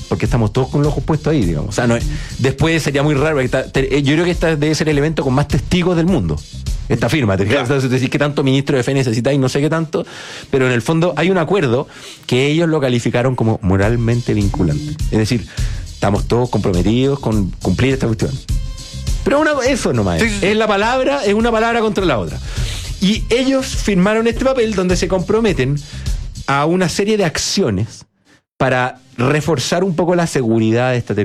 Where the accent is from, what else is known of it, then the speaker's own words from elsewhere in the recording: Chile; Sí, pero somos chilenos. Tenemos un negocio aquí en Chile, tenemos el mercado en Chile.